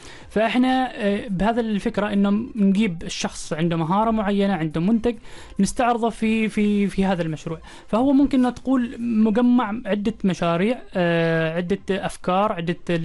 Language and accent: Arabic; Oman